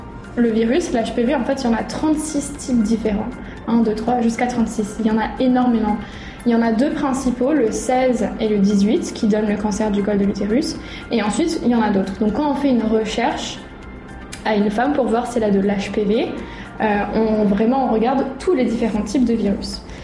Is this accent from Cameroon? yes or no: no; Vanuatu; also born or lived in Paris; sage-femme. Moi, j'ai grandi au Vanuatu, j'ai fait l'école à Colardo, à l'école française, et ensuite, du coup, l'école de sage-femme à Paris.